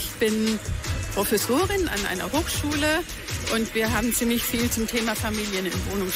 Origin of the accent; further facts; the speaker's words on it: Southern Germany, Germany; Ich komme aus Süddeutschland